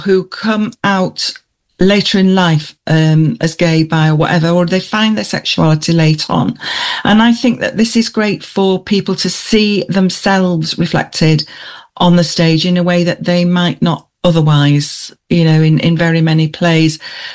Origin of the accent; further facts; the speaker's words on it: Yorkshire and the Humber, United Kingdom; also born or lived in Esholt; now in North West England, United Kingdom; I'm from Yorkshire originally, and but I've lived this side of the Pennines for a very long time now.